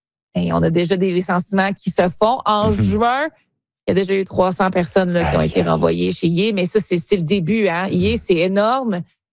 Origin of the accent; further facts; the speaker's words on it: Quebec City, Quebec, Canada; Moi aussi, je viens de Québec, de la ville de Québec.